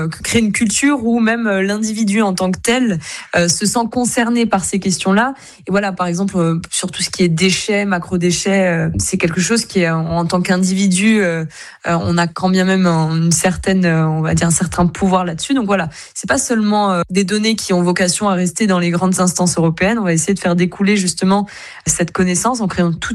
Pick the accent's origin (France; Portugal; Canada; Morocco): France; Corsica; bien qu'en tant que Corse, on soit proche de cet environnement